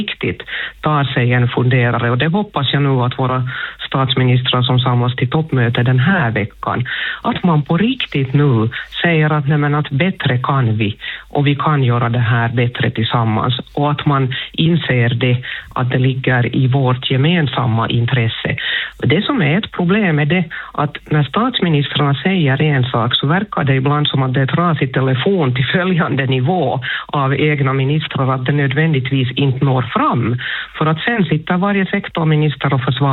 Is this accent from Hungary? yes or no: no; Finland; vi är två finländare